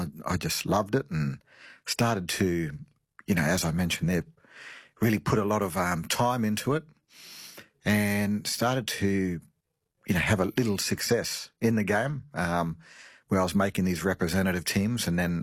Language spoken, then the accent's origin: English; Darwin, Northern Territory, Australia; So born and raised on Larrakia country in Darwin, and so were my parents. Grew up in Darwin, like around an AFL kind of background